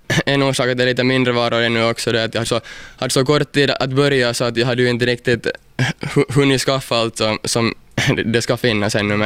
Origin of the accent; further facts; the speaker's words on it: Pargas, Southwest Finland, Finland; No, jag är nog hemma från Mielisholm och min farfar är faktiskt hemma här från Kirjais också. Så att jag är nog hela min släkt här ifrån regionen, när regionen är Pargas.